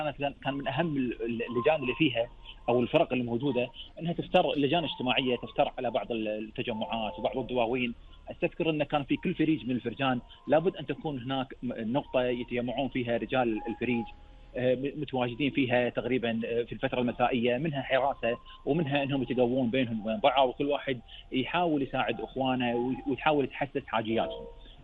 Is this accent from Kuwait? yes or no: yes; Kuwait